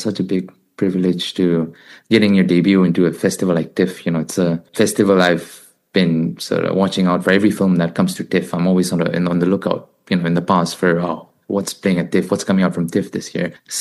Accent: Nagaland, India; I am from India, from the northeastern part of India, a small state and an indigenous region called Nagaland.

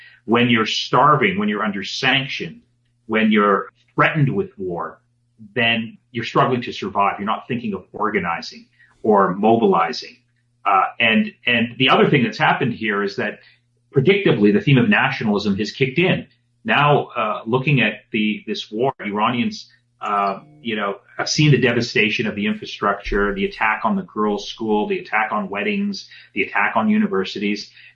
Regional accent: Canada; You know, I'm Canadian, Ian, so we have, you know, a lot of friends and family who go to Cuba.

